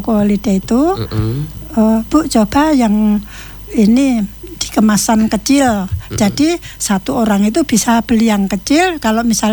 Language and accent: Indonesian; Yogyakarta, Special Region of Yogyakarta, Indonesia; moved away as an adult; now in Sintang, Indonesia; asli dari Jogja.